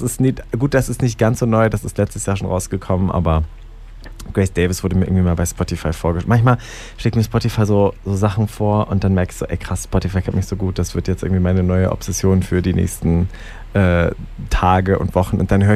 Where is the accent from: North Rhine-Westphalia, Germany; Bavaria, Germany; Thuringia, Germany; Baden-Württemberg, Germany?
Thuringia, Germany; Ich komme aus der Nähe von Eisenach und da gibt es so ein, da ist ja auch der Inselsberg